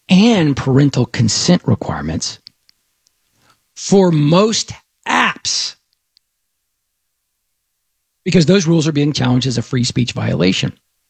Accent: Dallas, Texas, United States; growing up in Dallas, and Houston didn't have 7-Elevens, maybe at least not back in the day.

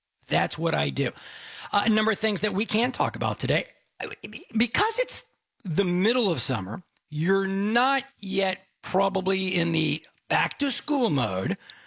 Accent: Dallas, Texas, United States; I played soccer as a kid in the 1970s. In the 1970s, growing up in Dallas, where the Dallas Tornado, that was the name of the Kyle Rote Jr., was the soccer player.

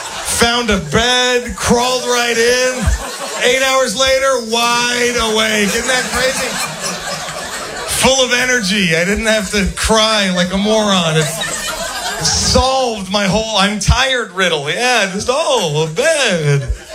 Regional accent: the South, United States; If anybody's like Southerners, I'm a Southerner.

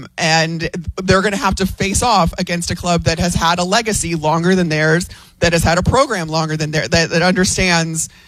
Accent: Chicago, Illinois, United States; I grew up here in Chicago, but I am married to a New Orleanian.

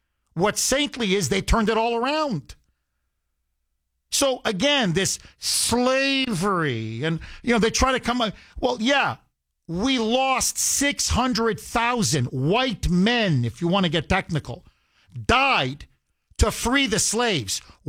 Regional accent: Canada; now in United States; I was then still in Canada, right? I was born and raised in Canada before I came here years ago.

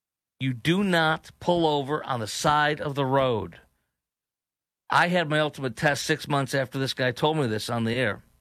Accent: Chicago, Illinois, United States; terrorists from Chicago, Sanctuary State, my hometown

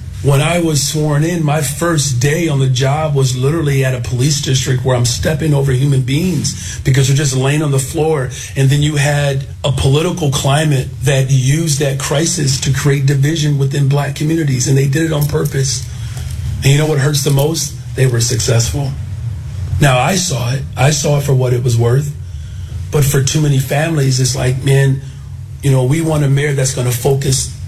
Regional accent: Chicago, Illinois, United States; But if that's the only thing as a Chicagoan, and especially as a Black Chicagoan, if that's the only coverage that you are experiencing

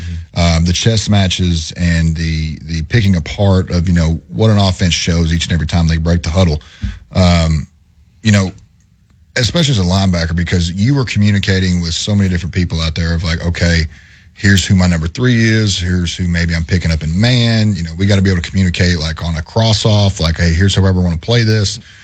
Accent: Kentucky, United States; it was a dream come true for me, to play for my home state, play for the Cats

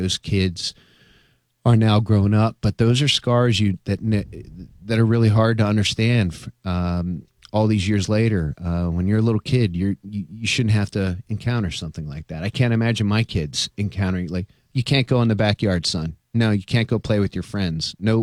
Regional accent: United States; as an American

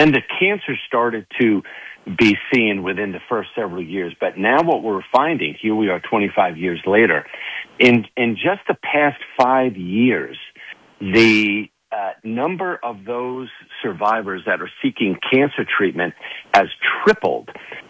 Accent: New York City, New York, United States; being a New Yorker myself, my wife's two brothers were firefighters.

